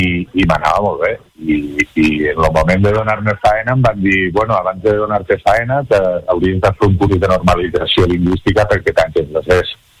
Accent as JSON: {"language": "Catalan", "town": "L'Hospitalet de l'Infant", "region": "Catalonia", "country": "Spain", "tie": "born or raised there", "accent": "between Eastern and Western Catalan", "moved": "yes", "lives_now": "Amer, Spain", "said": "jo em vaig criar a l'Hospitalet de l'Infant"}